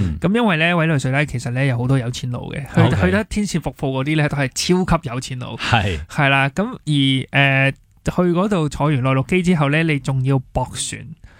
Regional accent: Hong Kong; born there; 我成日都会觉得我喺香港出世系好幸福嘅

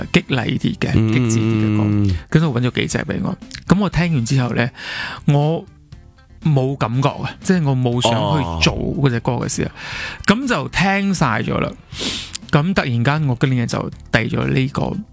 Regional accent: Malaysia; Hello， 大家好，

